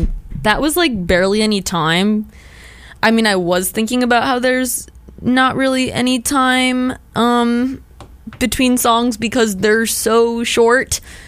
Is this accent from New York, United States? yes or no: yes; Buffalo, New York, United States; because I'm from Buffalo and Cleveland isn't too far from Buffalo, it's about 3 hours, closer than Albany is.